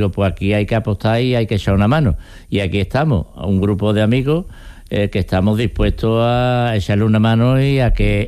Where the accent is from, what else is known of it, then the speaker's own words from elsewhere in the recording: Camas, Andalusia, Spain; yo soy de Cama